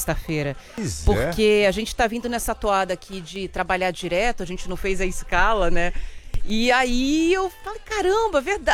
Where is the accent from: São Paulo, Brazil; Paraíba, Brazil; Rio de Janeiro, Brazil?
Rio de Janeiro, Brazil; Eu sou carioca, eu posso falar com total liberdade.